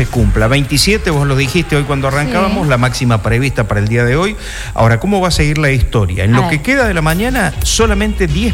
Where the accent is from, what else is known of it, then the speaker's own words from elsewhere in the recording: Córdoba, Argentina; moved away; En mi tierra natal, uh-huh, en Córdoba